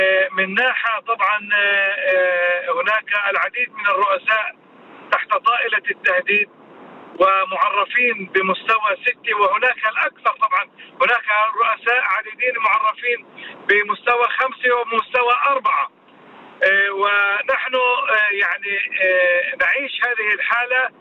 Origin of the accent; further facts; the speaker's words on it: Arraba, Northern District, Israel; لبلدتنا، لبلدنا عرابي